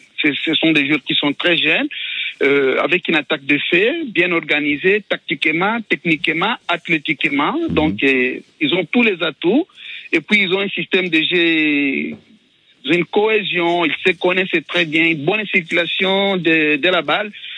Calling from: Milan, Lombardy, Italy; Je suis à Milan

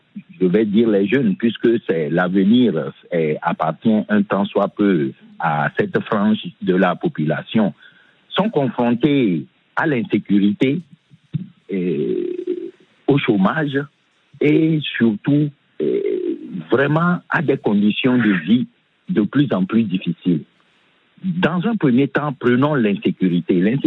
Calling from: Lomé, Maritime, Togo; moi-même je suis en Afrique, plus précisément au Togo, à Lomé.

